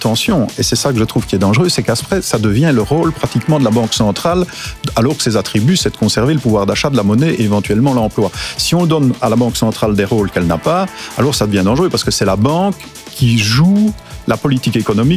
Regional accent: Belgium; moi je suis belge, je ne suis pas espagnol, mais j'écoute les Espagnols quand j'étais là-bas

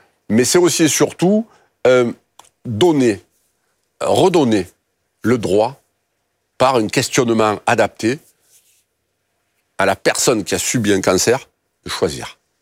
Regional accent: Marseille, Provence-Alpes-Côte d'Azur, France; Il a échappé à personne que mon authenticité s'entend toujours, pique un peu les yeux, mon accent, c'est un peu l'ail. Mais en fait, c'est d'où je viens, c'est mon histoire, en fait.

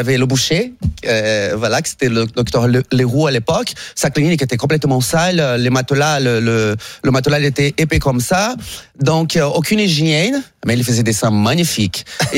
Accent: Brazil; now in France; chez moi au Brésil, dans ma ville.

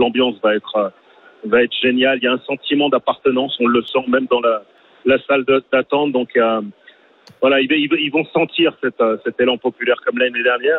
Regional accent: Sarcelles, Île-de-France, France; born there; Non, mais je suis né à Sarcelles. Je suis rentré à 13 ans au centre de formation.

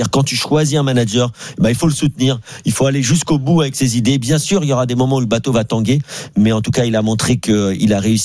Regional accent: Netherlands; French is a second language; Je suis néerlandais. Donc, la règle, c'est la règle.

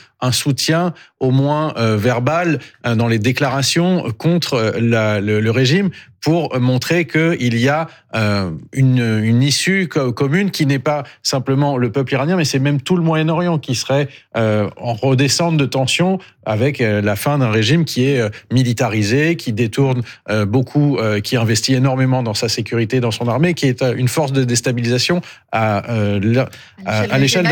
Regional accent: Canada; Je suis canadien.

